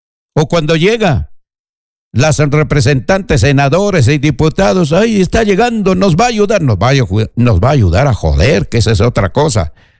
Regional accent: Cusco, Peru

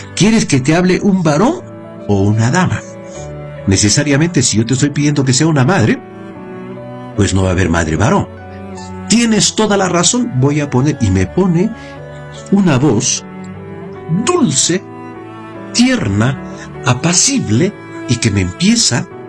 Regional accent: Peru; yo soy peruano.

